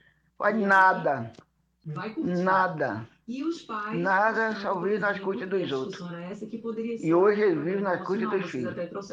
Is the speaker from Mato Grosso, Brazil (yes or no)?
no; Nazaré da Mata, Pernambuco, Brazil; Anne, eu sou de Nazaré da Mata, que está falando é … motorista.